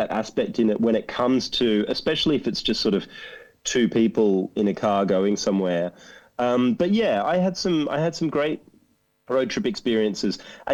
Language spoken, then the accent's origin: English; Australia; born there; also born or lived in United Kingdom; growing up in Australia, or mainly in Australia in my case, I did spend some time in the UK as well.